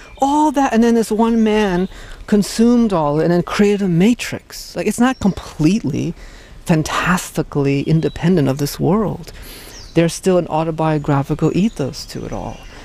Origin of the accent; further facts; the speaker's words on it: Hartford, United States; You know, when I was a little boy growing up in Hartford, on Sundays we would go to the Baptist church